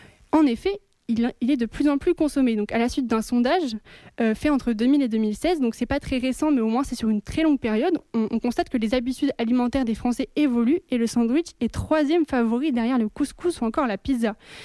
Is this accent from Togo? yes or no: no; France; il arrive chez nous en France